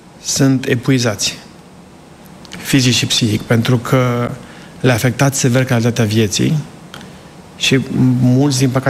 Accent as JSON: {"language": "Romanian", "region": "Sibiu County", "country": "Romania", "lives_now": "United States", "said": "am vrut să crească cam cum am crescut eu, sunt de lângă Sibiu. Am stat lângă copșa mică și..."}